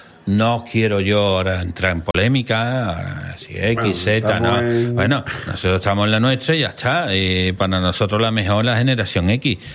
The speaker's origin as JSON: {"language": "Spanish", "town": "San Juan de Aznalfarache", "region": "Andalusia", "country": "Spain", "said": "Pues Sergio tenía allí en San Juan de Farache, en mi pueblo. Siempre hemos dicho que es la villa de San Juan de Farache, separada de Sevilla, la ciudad, por un puente que cruza el río Guadalquivir."}